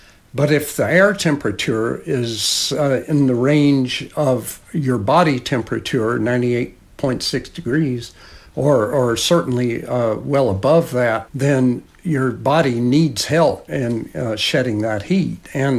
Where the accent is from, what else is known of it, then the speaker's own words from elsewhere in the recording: Georgia, United States; I grew up in Georgia in the years before air conditioning mostly.